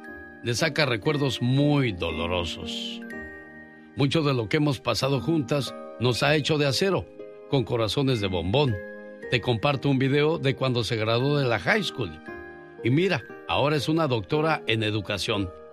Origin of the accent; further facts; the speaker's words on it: Guanajuato, Mexico; moved away as an adult; Yo soy su mamá … Tengo tres hijos, soy de México, Guanajuato.